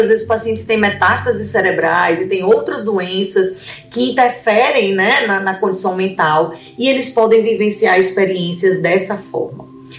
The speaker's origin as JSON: {"language": "Portuguese", "town": "Salvador", "region": "Bahia", "country": "Brazil", "said": "eu sou de Salvador, né, da Bahia"}